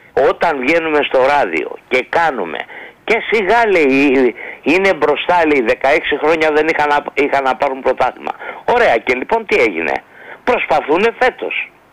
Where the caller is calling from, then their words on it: Ilion, Attica, Greece; είμαι από Ήλιο.